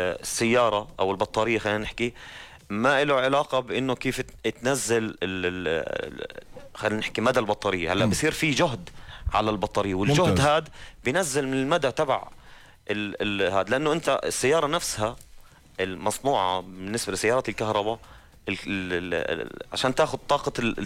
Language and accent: Arabic; Jordan; عندنا بالأردن